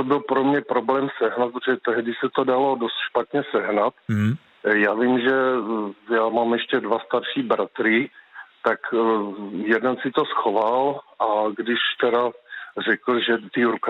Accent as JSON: {"language": "Czech", "town": "Brno", "region": "South Moravian Region", "country": "Czechia", "tie": "born or raised there", "moved": "as an adult", "lives_now": "Jedovnice, Czech Republic", "said": "já jsem původem Brňák, teď bydlím v Jedovnicích, kousek od Brna. Nicméně do školy jsem chodil v Brně a na gymnázium"}